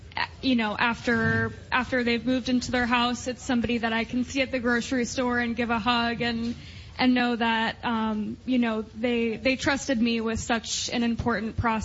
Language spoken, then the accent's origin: English; Kankakee, Illinois, United States; moved away; I'm originally from the Kankakee area